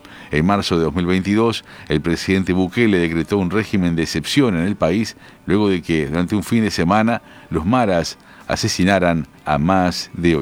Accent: Montevideo, Uruguay; las conductas que uno espera como montevideano que desarrollen para que todos contribuyamos a un Montevideo más limpio

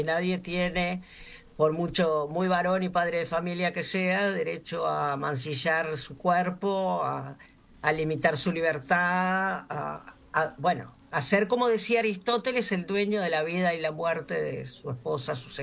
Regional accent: Argentina; now in Uruguay; yo soy migrante, yo vine a vivir de Argentina a Uruguay, pero fue una decisión libre y estoy chocha de haberlo hecho.

